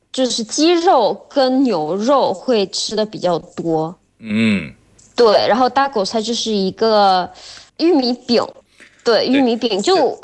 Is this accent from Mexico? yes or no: yes; Mexico; Chinese is a second language; 我是来自墨西哥的